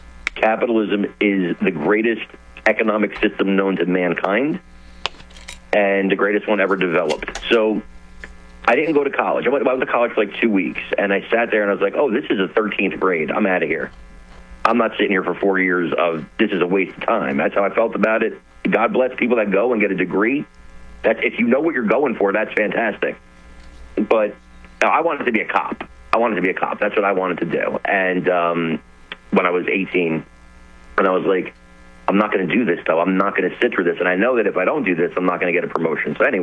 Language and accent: English; Newark, New Jersey, United States; born or raised there